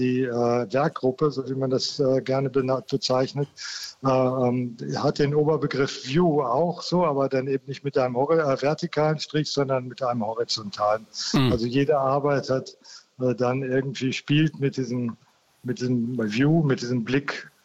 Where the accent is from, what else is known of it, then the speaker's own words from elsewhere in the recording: North Rhine-Westphalia, Germany; Also wir kommen ja aus Westfalen